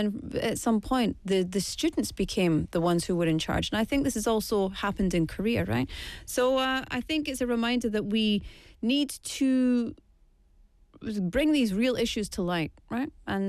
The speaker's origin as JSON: {"language": "English", "region": "Scotland", "country": "United Kingdom", "tie": "born or raised there", "moved": "yes", "said": "I grew up in Scotland"}